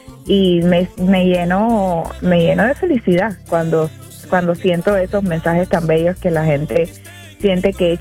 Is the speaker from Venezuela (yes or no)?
yes; Venezuela; born there; moved away; Yo me crié muchos años en Venezuela